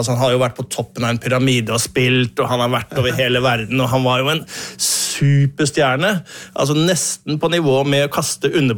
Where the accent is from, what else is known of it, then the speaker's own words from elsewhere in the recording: Eastern Norway, Norway; Som østlending